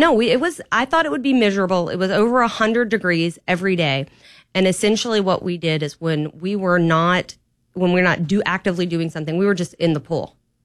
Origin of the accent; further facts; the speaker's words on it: Titusville, Florida, United States; also born or lived in Orlando; growing up in Titusville in Orlando